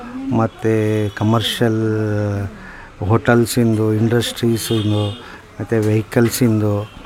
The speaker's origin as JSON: {"language": "Kannada", "town": "Shivamogga", "region": "Karnataka", "country": "India", "tie": "born or raised there", "said": "ನಾನು ಶಿವಮೊಗ್ಗದಲ್ಲೇ ಇದೇ ಊರಲ್ಲಿ ಹುಟ್ಟಿರೋದು. ಗಾಂಧಿ ಬಜಾರ್ ಸೆಕೆಂಡ್ ಕ್ರಾಸ್ ಕಸ್ತೂರ್ಬಾದಲ್ಲೇ ಹುಟ್ಟಿರೋದು, ಬೆಳೆದಿದ್ದು ಇಲ್ಲೇ."}